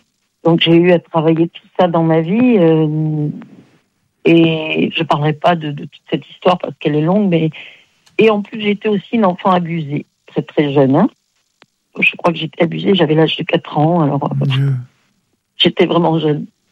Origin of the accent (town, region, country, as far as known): Aix-en-Provence, Provence-Alpes-Côte d'Azur, France